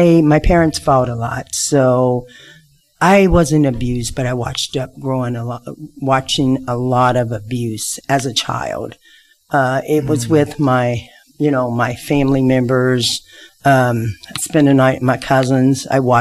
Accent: Evansville, Indiana, United States; also born or lived in Henderson, Kentucky; I am the oldest of two girls. Both my parents decided to move to Evansville. And we were raised here.

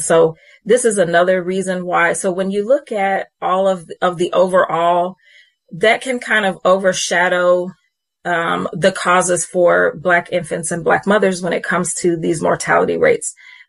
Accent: Indianapolis, Indiana, United States; moved away as an adult; now in Evansville, United States; I am not originally from the area. I'm actually from Indianapolis, but I've lived here so long that I feel like Evansville is my home. My husband's from here. And so I've been here for about 25 years.

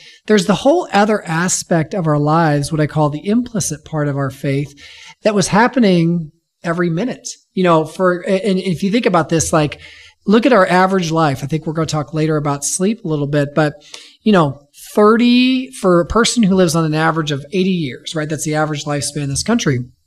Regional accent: Evansville, Indiana, United States; I'm a native from Evansville. Grew up here. My wife and I did.

